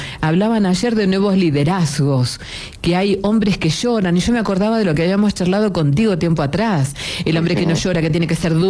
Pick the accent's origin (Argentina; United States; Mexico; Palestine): Argentina; Todos fuimos argentinos.